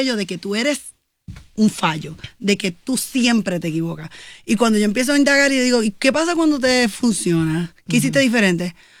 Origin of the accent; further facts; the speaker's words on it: Puerto Rico; Y somos boricuas